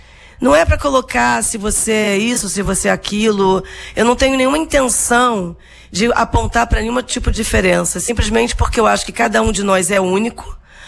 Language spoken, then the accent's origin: Portuguese; Rio de Janeiro, Brazil; born there; Meus avós são refugiados, judeus, e eu nasci aqui em Cascadura, maternidade pública, e minha família tinha muita necessidade de escassez, não tinham estudo, não tinham famílias aqui no Brasil.